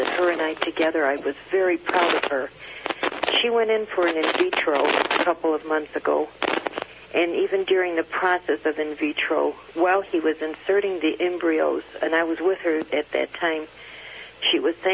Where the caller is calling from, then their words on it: North Tonawanda, New York, United States; North Tonawanda, New York.